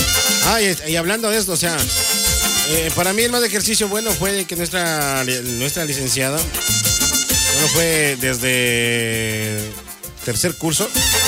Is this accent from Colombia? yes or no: no; Ecuador; now in Spain; somos ecuatorianos